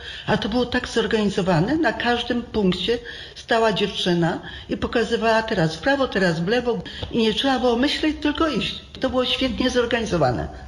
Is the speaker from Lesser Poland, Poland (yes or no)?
no; Ostrów Wielkopolski, Greater Poland Voivodeship, Poland; now in Vienna, Austria; Mieszkam na stałe w Austrii, a konkretnie w Wiedniu, a pochodzę z Polski, z Ostrowa Wielkopolskiego.